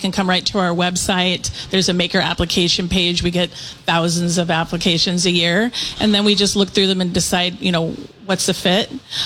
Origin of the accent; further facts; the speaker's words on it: Bremerton, Washington, United States; So I'm from Washington. I grew up in Bremerton.